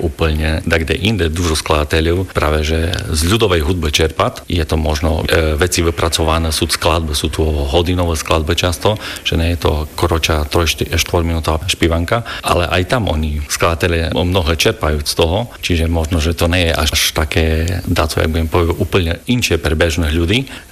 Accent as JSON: {"language": "Slovak", "town": "Stráňany", "region": "Prešov Region", "country": "Slovakia", "said": "Tak ja pochádzam zo Stráňan, z okresu Stará Ľubovňa."}